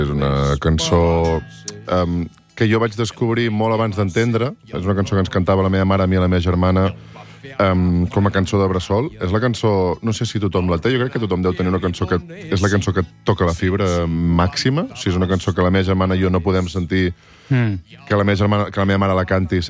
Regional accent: Salt, Catalonia, Spain; Jo sóc, a més de Salt, que és un lloc una mica especial, perquè nosaltres vam conviure amb diferents cultures des de molt petits.

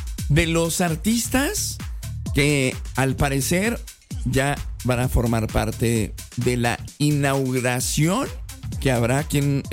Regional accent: Mexico

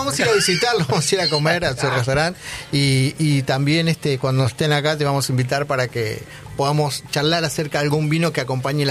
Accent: San Juan, Argentina; cuando éramos chicos, íbamos, somos de San Juan

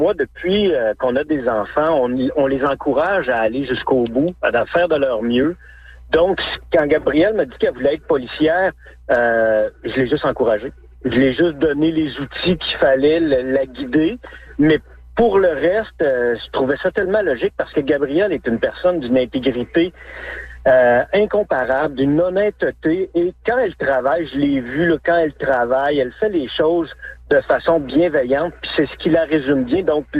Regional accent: Quebec, Canada; moved away as an adult; now in Saguenay-Lac-Saint-Jean, Canada; J'ai travaillé longtemps en Abitibi, dans ma région natale.

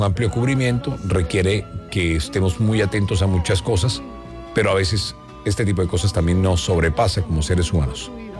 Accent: Colombia; Todos como colombianos estamos conectados de alguna u otra manera.

